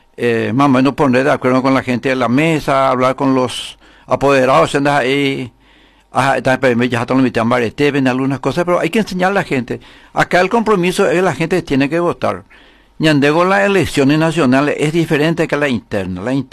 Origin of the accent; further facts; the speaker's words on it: Carapeguá, Paraguarí, Paraguay; como paraguayo, como ciudadano carapigüeño de bien.